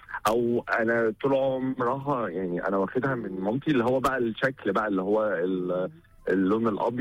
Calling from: Egypt; لما جيت بقى وقررت ان انا استقر هنا في مصر.

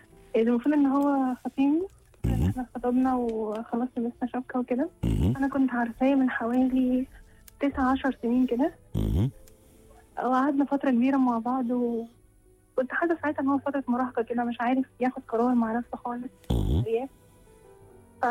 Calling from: Cairo, Cairo Governorate, Egypt; انا من القاهره.

